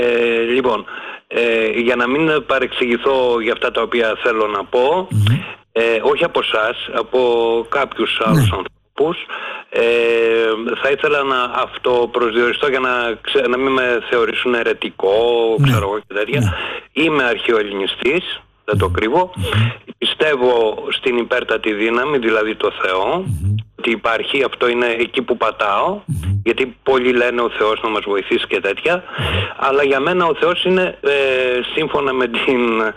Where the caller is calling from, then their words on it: Athens, Attica, Greece; από Αθήνα παίρνω.